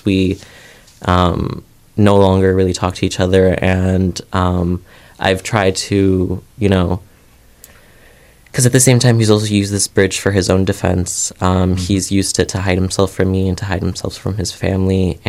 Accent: Minooka, Illinois, United States; growing up, I grew up in Minooka, and after my father's deportation, we were all uprooted

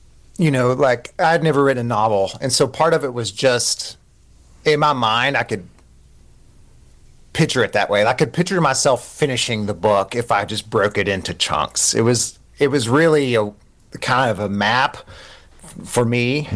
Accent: Kentucky, United States; I grew up in Eastern Kentucky

